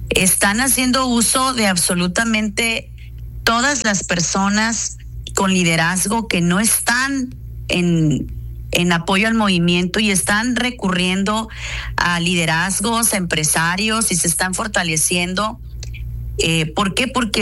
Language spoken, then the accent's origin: Spanish; Sonora, Mexico; Pues yo creo que soy una sonorense como todos, honestos, francos, echados para adelante.